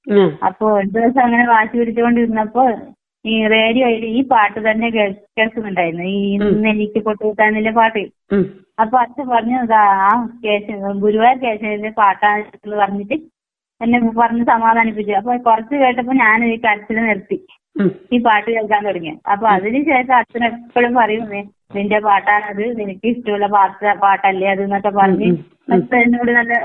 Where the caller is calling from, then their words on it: Payyanur, Kerala, India; പയ്യന്നൂര് പാടിയോട്ട് ചാലിൽ നിന്നാണ്.